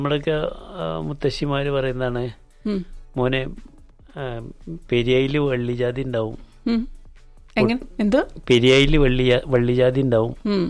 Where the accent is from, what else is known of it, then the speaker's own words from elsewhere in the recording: Thrissur, Kerala, India; തൃശ്ശൂർ ഞങ്ങളുടെ നാട്ടിലെ